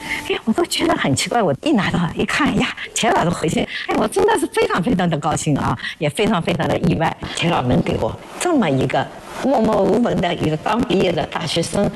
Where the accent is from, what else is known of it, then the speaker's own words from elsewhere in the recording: China; 看来我们中国人真是站起来了。